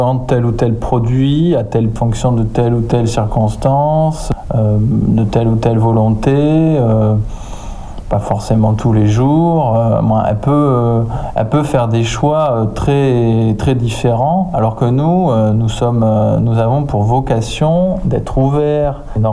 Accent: Nouvelle-Aquitaine, France; je suis originaire de Dordogne et donc j'ai beaucoup de famille sur l'agglomération périgourdine et en Dordogne

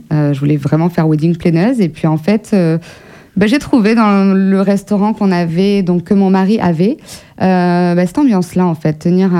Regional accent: Périgueux, Nouvelle-Aquitaine, France; born or raised there

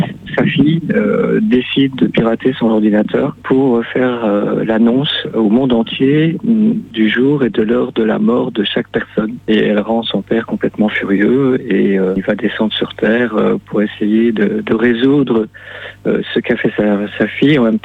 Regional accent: Wallonia, Belgium; Eh bien, je suis belge moi-même, hein. De la région liégeoise

